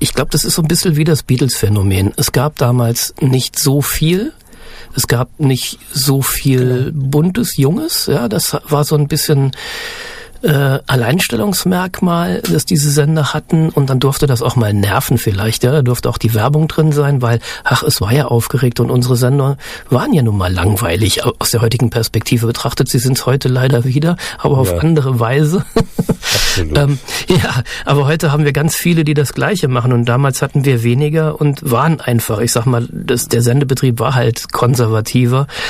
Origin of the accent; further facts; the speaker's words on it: Saarland, Germany; born there; Ich bin ja im Saarland zur Schule gegangen